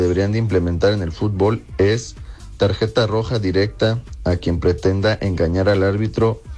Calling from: Morelia, Michoacán, Mexico; de la ciudad de Morelia.

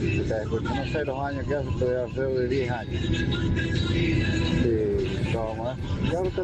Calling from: Achiras, Córdoba, Argentina; Soy de Achiras, Córdoba. Camionero. En este momento estoy llegando a Rosario.

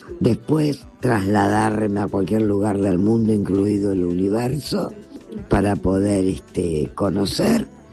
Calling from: Wilde, Buenos Aires Province, Argentina; de Wilde.

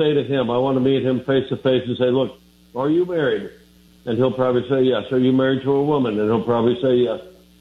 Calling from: Tigard, Oregon, United States; It's Portland, Oregon. It's actually Tigard, Oregon. And don't say T-Guard, it's Tigard. But, it's just a suburb just southwest of Portland.

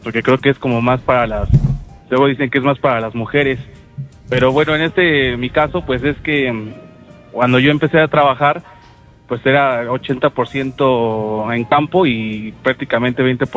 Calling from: Mexico City, Mexico; Acá de Ciudad de México.

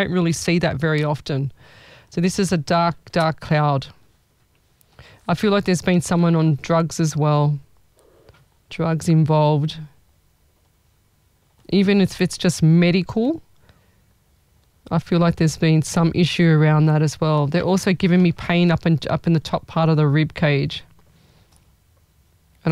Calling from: Sydney, New South Wales, Australia; Hey, how are you, beautiful? I'm from Sydney.

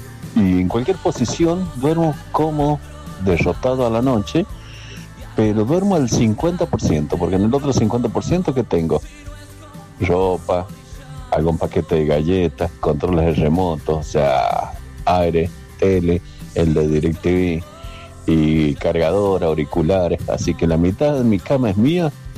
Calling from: San Juan, Argentina; Hola, chicos. … de San Juan City.

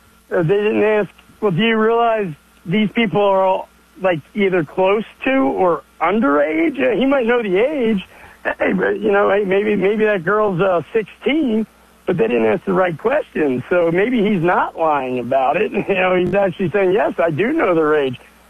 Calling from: Delaware, United States; from Delaware.

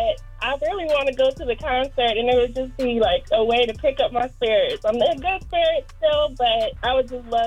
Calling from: Powder Springs, Georgia, United States; I'm calling from Powder Springs.

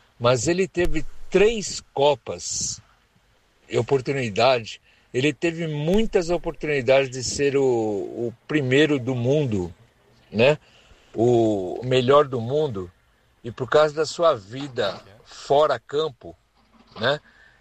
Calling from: São Paulo, Brazil; sou da Vila Maria

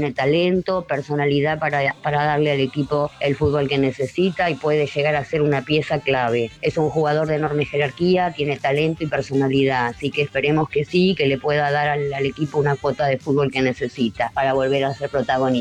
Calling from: Argentina; de Barrio Norte, los últimos tres del DNI 664.

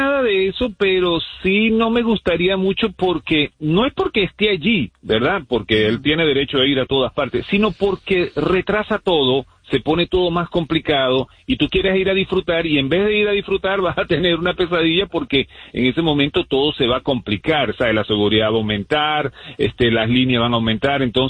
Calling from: Doral, Florida, United States; estoy cerca del Doral en este momento, escuchándolos ustedes.

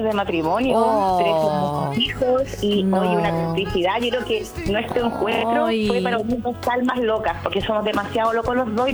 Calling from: Laja, Biobío, Chile; soy de Laja.

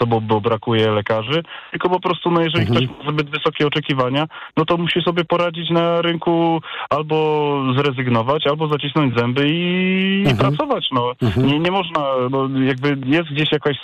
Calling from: Silesian Voivodeship, Poland

